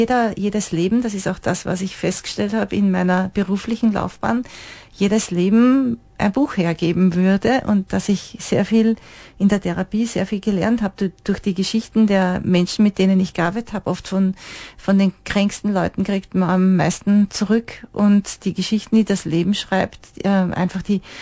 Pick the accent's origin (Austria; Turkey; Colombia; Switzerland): Austria; Ich lebe sehr gerne in Österreich.